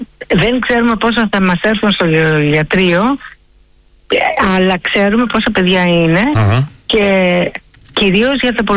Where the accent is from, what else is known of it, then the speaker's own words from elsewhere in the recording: Filoti, South Aegean, Greece; also born or lived in Naxos; Από το Φιλότι στην Άξου